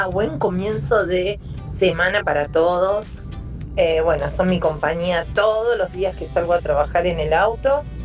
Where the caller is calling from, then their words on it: San Justo, Buenos Aires Province, Argentina; quería contarles … de San Justo.